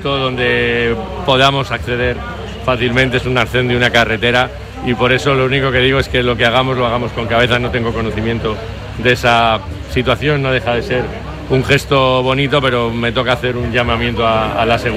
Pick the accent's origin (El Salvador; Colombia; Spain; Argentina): Spain; Jerez de la Frontera, Andalusia; Y como yo también soy de Jerez